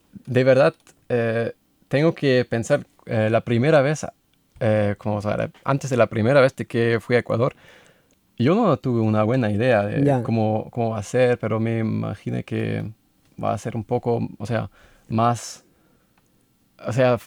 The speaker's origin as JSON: {"language": "Spanish", "town": "Hannover", "region": "Lower Saxony", "country": "Germany", "second_language": "Spanish", "said": "También fui a Hannover, porque yo soy de Hannover y sí, visité a mi familia, a mis hermanas y a mis padres."}